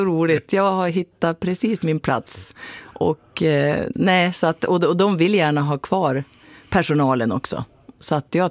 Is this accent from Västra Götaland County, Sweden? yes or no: no; Sundsvall, Västernorrland County, Sweden; Jag är uppvuxen i Sidsjö.